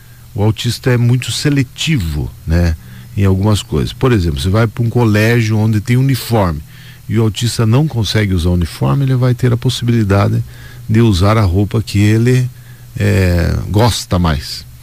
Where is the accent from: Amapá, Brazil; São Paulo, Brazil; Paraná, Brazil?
Paraná, Brazil; Fernandes Pinheiro; moved away as an adult; now in Ponta Grossa, Brazil; eu sou da região aqui, eu sou de Fernandes Pinheiro, muito próximo daqui, um lugar chamado Angaí. Nasci, me criei lá. E quando completei 18 anos, fui para Ponta Grossa, né?